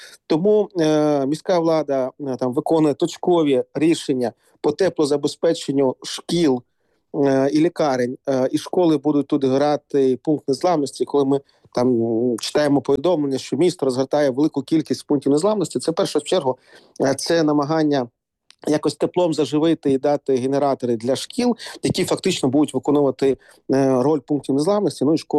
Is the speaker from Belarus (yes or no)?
no; Kharkiv, Kharkiv Oblast, Ukraine; Якщо говорити про мій рідний Харків